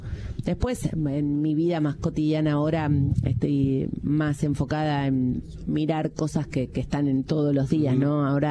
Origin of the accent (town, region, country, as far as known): Santa Fe, Argentina